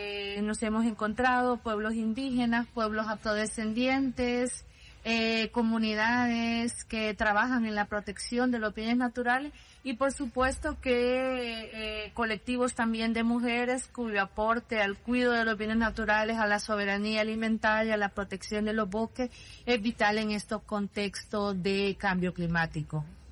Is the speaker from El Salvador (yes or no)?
yes; El Salvador; proteger todos los medios de vida de los cuales dependemos como población salvadoreña.